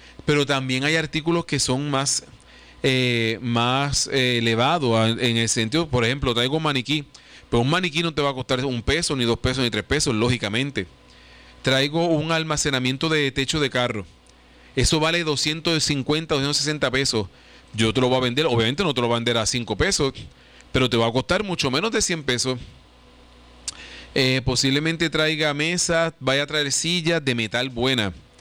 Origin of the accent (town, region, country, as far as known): Puerto Rico